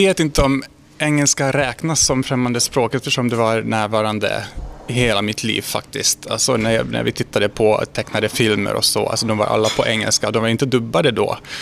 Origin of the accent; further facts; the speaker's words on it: Cluj-Napoca, Cluj County, Romania; first language Hungarian and Romanian; Swedish is a second language; moved away as an adult; also born or lived in Austria / Germany; now in Finland; Jag är uppvuxen i Cluj-Napoca i Rumänien, i Transylvanien. Och ja, det finns en ungerspråkig minoritet då. Mm. Det är lite samma sak som att vara finlandssvensk i Finland. Precis. Jag är Rumäniens ungrare kan man säga.